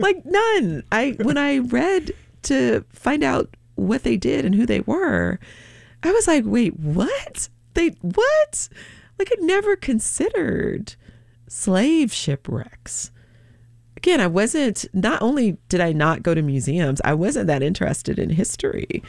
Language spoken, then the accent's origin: English; Atlanta, Georgia, United States; I am from Atlanta, Georgia.